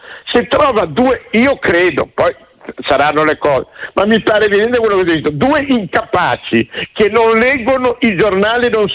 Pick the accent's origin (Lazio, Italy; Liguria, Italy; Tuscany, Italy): Liguria, Italy; Genoa; io sono genovese e c'ho la casa che mi ha lasciato mia mamma.